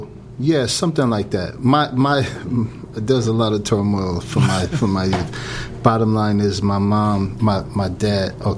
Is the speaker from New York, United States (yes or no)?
yes; Rochester, New York, United States; born or raised there; also born or lived in Syracuse, New York